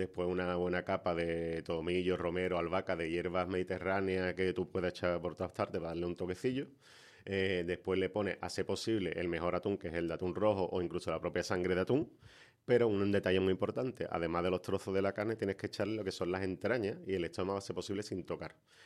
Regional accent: Cádiz, Andalusia, Spain; los federates, que somos los gaditanos

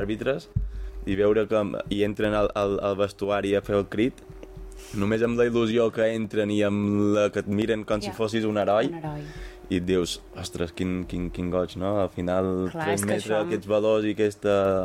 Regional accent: Mallorca, Balearic Islands, Spain; accent: Mallorquí; Jo a vegades en som meu mallorquí, que diguéssim, quan m'enfado ningú sap quin idioma parlo.

